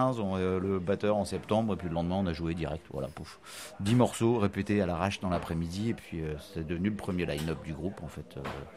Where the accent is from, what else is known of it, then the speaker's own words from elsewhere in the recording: Brest, Brittany, France; also born or lived in Quimper; Ouais, bah, je suis né à Brest, ouais, j'ai passé mon enfance à Brest, après j'ai un peu bougé, voilà, plus Gastel, Quimper, puis je suis revenu à Brest pour mes études